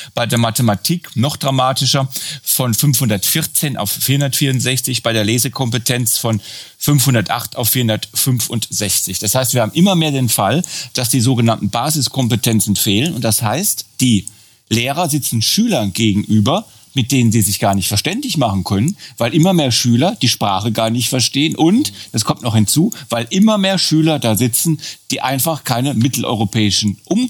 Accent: Ludwigshafen, Rhineland-Palatinate, Germany; Da muss ich jetzt immer wieder an das traurige Beispiel meiner Heimat Ludwigshafen denken

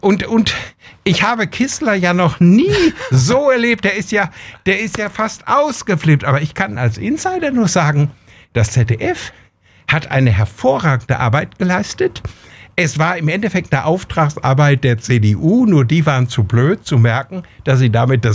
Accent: Bünde, North Rhine-Westphalia, Germany; die am 8. Oktober in meine Heimat nach Bünde kommen, in die Stadthalle

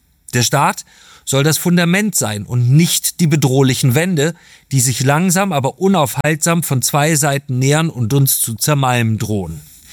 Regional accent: Germany; Als Gesellschaft, als Deutsche sind wir fähig, uns ein einzigartig lebenswertes Land zu schaffen

